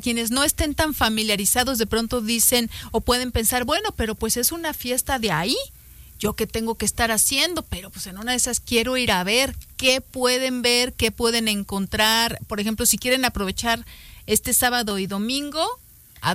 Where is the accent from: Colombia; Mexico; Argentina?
Mexico